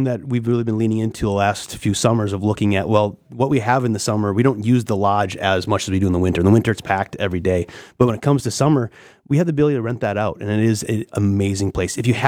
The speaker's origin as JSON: {"language": "English", "region": "Midwest", "country": "United States", "said": "I am a Midwesterner like all of you."}